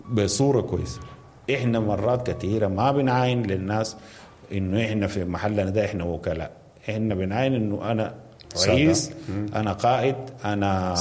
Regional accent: Sudan; ده وقت انه احنا كسودانيين نقيف ونشوف انا كسوداني الحاجه اللي بسويها غلط ما بترضي ربنا شنو

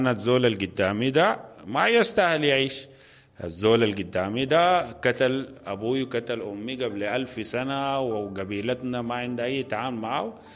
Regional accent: Sudan

